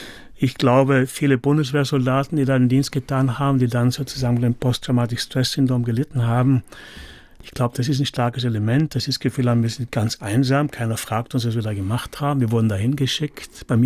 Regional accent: Merano, Trentino-Alto Adige, Italy; Aber sicher, wir sind auch geprägt durch den starken, gerade im Meran, wo ich aufgewachsen bin, damals bundesdeutschen Tourismus, der war sehr stark.

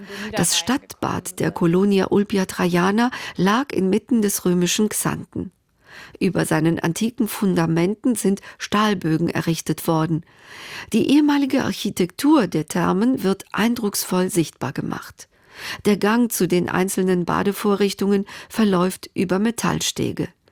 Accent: Greece; werde ich als Griechin besonders hellhörig.

